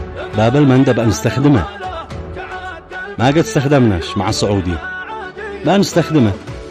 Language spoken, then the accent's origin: Arabic; Yemen; بلادنا اليمن